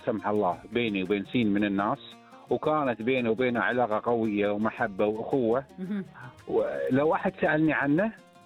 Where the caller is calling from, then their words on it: Bahrain; انا بحريني